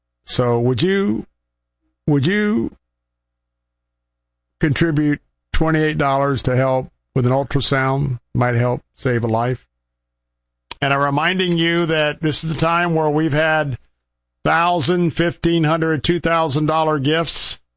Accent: Tampa, Florida, United States; broadcasting from Tampa this afternoon. As always, my hometown.

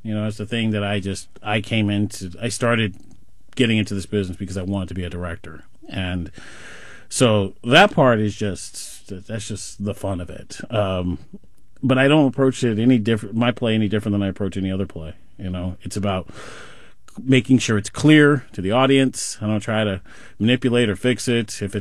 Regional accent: Sacramento, California, United States; I mean, like I grew up in the Freeport neighborhood across from the Executive Airport. And then at one point I moved over to Fruit Ridge and Stockton area.

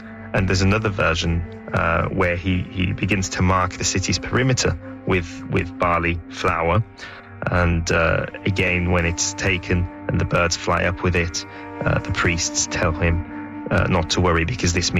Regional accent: Alexandria, Alexandria Governorate, Egypt; that's a very heartening thing for me as a British Alexandrian who has reached different parts of the world.

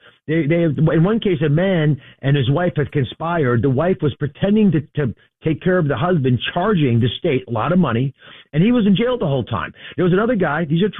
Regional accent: Philadelphia, Pennsylvania, United States; John has a nexus with Pennsylvania. It's my home state, my home city.

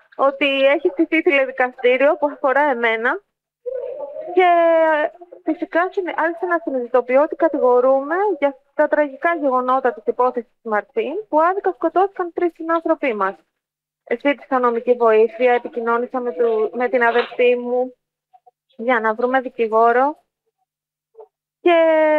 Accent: Greece; moved away as an adult; also born or lived in England; Είμαι 46 ετών. Γεννήθηκα και μεγάλωσα στην Ελλάδα, όπου έζησα και εργάστηκα μέχρι το 2017

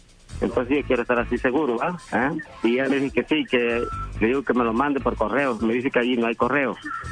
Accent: Guerrero, Mexico; No, yo soy de Guerrero, México.

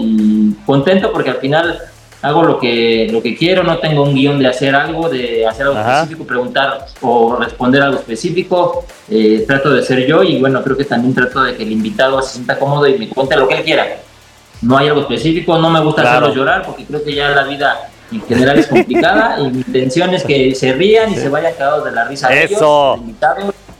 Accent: Mexico; Y bueno, creo que como aficionado, como mexicano, lo que quiero, lo que mi sueño es, si algún día me muero, ver campeón del mundo a México.

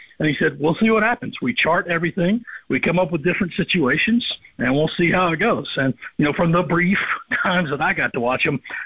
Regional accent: Rock Hill, South Carolina, United States; my hometown of Rock Hill

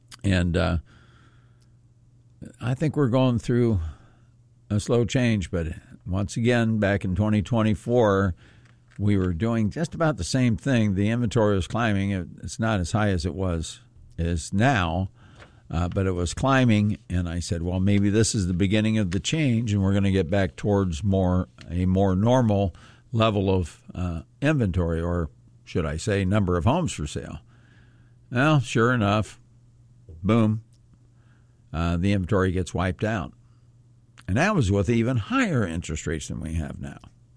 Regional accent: Springfield, United States; I've lived here all my life. I've never seen anything like it.

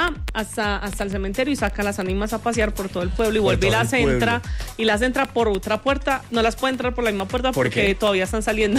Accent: Yarumal, Antioquia, Colombia; Yo lo conozco en Yarumal, Antioquia, que es mi pueblo.

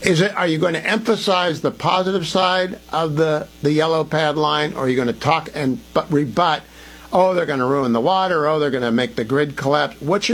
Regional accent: Ohio, United States; That leads me to Northeastern Ohio. I'm from Trumbull County.

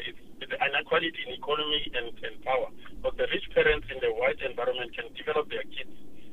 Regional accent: Soweto, Gauteng, South Africa; moved away as an adult; now in Mbombela, South Africa; coming from Soweto, where I grew up, and my kids have gone through private schools

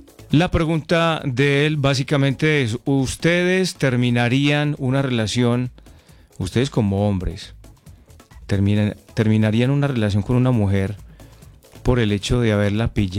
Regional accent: Concordia, Antioquia, Colombia; mi pueblo. ¿Cuál es mi pueblo? Concordia.

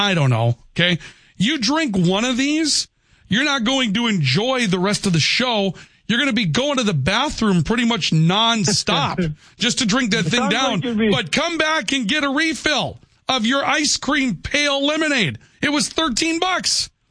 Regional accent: Valley City, North Dakota, United States; my hometown of Valley City

